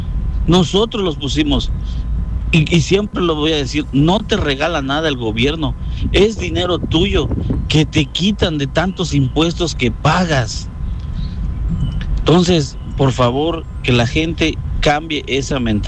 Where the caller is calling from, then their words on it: Quintana Roo, Mexico; Aquí en Quintana Roo